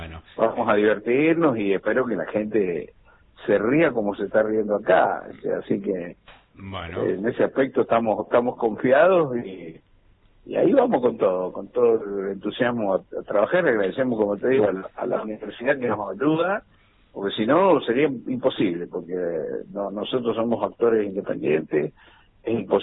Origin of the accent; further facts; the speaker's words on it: Mendoza, Argentina; somos mendocinos todos, entonces claro, queremos compartir con el público de nuestra provincia